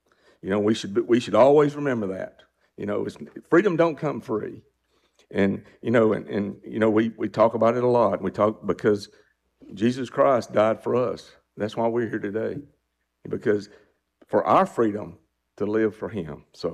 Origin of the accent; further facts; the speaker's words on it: United States; as an American citizen